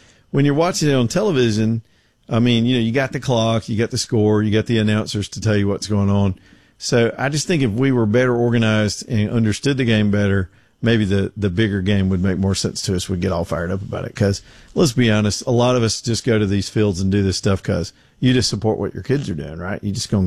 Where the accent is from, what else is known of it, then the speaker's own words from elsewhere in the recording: United States; He's trying to rib me a little bit about being American.